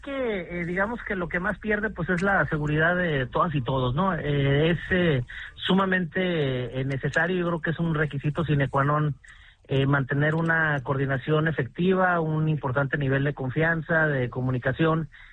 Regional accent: Baja California, Mexico; empezando acá por mi tierra, que es Baja California.

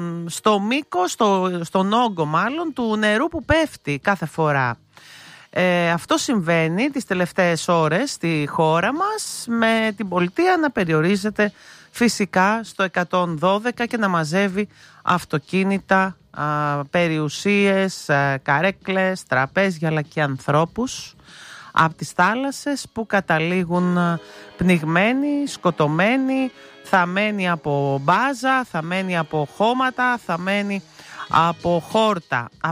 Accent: Palairos, Western Greece, Greece; Είτε είναι στο χωριό μου, στην Πάλερο

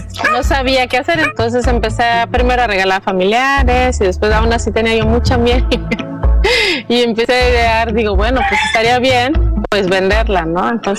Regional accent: Playa del Carmen, Quintana Roo, Mexico; porque aparte somos nativos de Playa del Carmen, entonces todo el mundo nos conoce y todo el mundo nos recomienda.

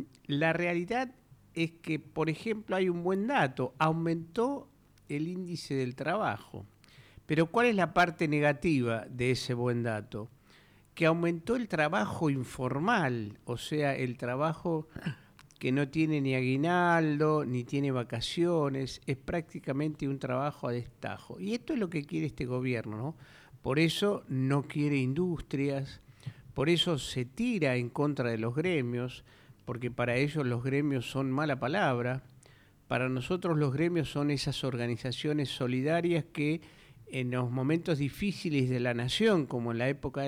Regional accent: Argentina; somos bien argentinos, bien peronistas, tenemos años de militancia

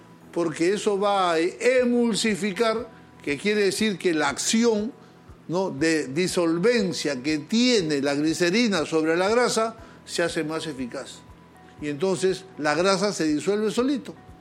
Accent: Peru; Conozco mi pueblo peruano, que tanto quiero.

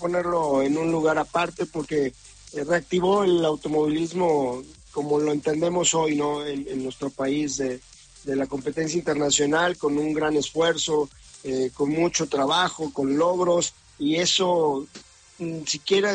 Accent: Mexico

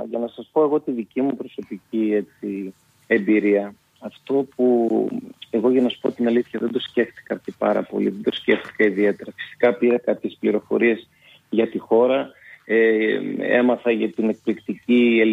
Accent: Giannitsa, Central Macedonia, Greece; also born or lived in Hamburg, Germany / Thessaloniki; Η καταγωγή μου είναι από τα Γιάννητσά του Μωμοπέλης. Έχω γεννηθεί εκεί πέρα. Έχω ζήσει μέχρι 7 χρονών, οι γονείς μου ήταν μετανάστες στη Γερμανία. Έζησα μέχρι 7 χρονών στο Αμβούργο. Επιστρέψαμε, μετά σπούδασα στη Θεσσαλονίκη

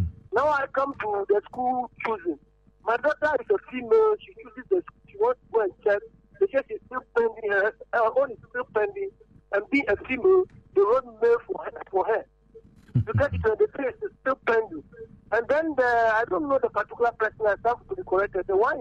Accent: Ada, Greater Accra, Ghana; And then when you come to, you go to Ada, where I come from Ada, Kater to Big Ada, we're supposed to be 11 cities

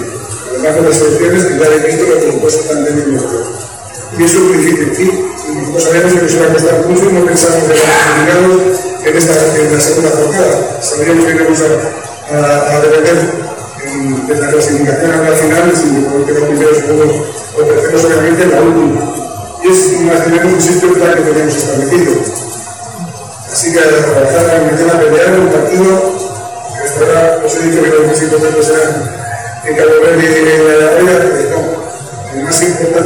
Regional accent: Mexico; pero como mexicano, por el sufrimiento y por vivir de esa manera a la selección española

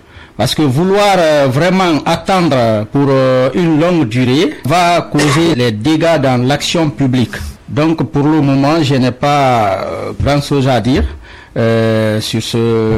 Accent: Guinea; j'appartiens à la Guinée

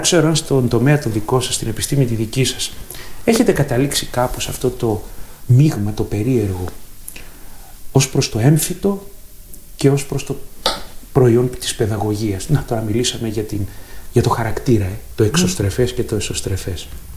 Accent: Greece; Νομίζετε ότι ως Έλληνες γονείς μιλάμε πολύ?

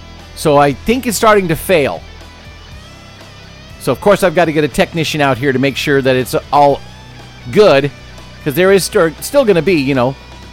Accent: Midwest, United States; also born or lived in South Bay area, San Francisco Bay Area; now in Sacramento area, United States; growing up in the Midwest.

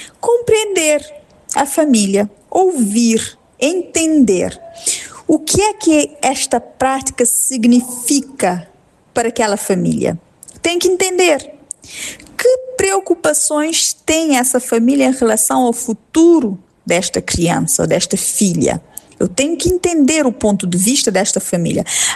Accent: Cape Verde; nós somos cabo-verdianos, estamos acostumados ao cristianismo

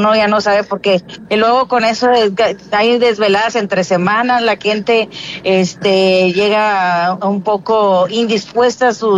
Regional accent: Mexico; la manera de podernos unir como mexicanos

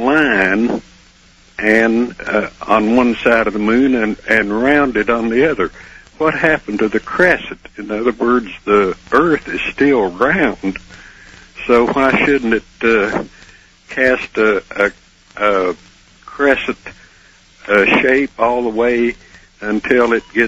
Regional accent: Knoxville, Tennessee, United States; from Knoxville, Tennessee.

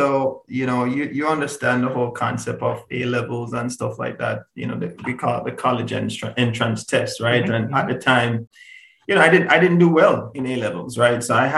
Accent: Spanish Town, Saint Catherine, Jamaica; born or raised there; moved away

